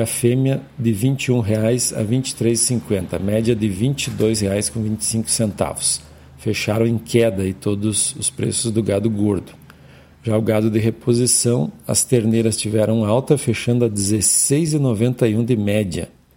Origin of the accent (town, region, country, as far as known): Brazil